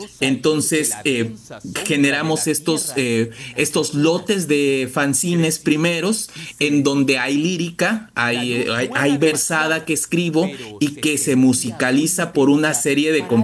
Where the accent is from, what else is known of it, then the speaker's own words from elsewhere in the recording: Veracruz, Mexico; Somos todos veracruzanos